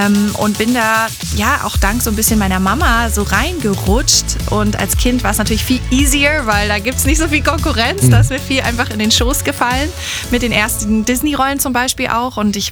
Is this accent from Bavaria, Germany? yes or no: yes; Munich, Bavaria, Germany; bin in München geboren, aufgewachsen, halb Ami, halb Deutsch